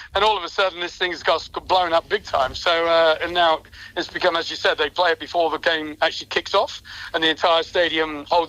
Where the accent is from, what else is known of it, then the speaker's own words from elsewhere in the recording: Hammersmith, London, United Kingdom; born there; also born or lived in Singapore; I was born in West London in Hammersmith